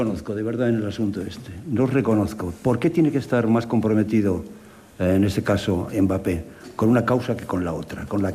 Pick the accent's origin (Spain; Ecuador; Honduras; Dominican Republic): Spain; que a mí me parece muy bien como español, ¿no?